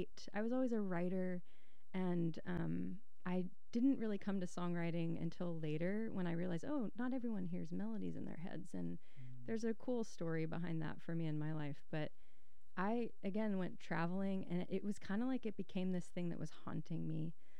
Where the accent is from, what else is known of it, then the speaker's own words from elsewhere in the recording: Florida, United States; moved away as an adult; now in Nashville, United States; I am from Florida originally. I left Florida when I was about 18, landed in Nashville, I don't know, maybe like 7 years later